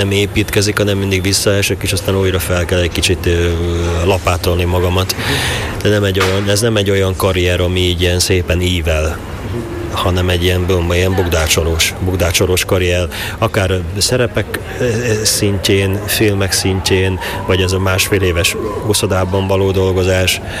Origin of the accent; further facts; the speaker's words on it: Nové Zámky, Nitra Region, Slovakia; now in Budapest, Hungary; Hát én újvári vagyok, hát felvidéki vagyok, igen. Tehát, hogy az van. Sosem leszek budapesti, mert itt nincsenek gyökereim